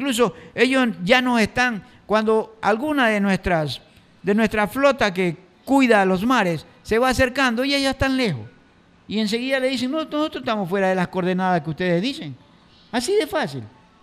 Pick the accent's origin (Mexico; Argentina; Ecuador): Ecuador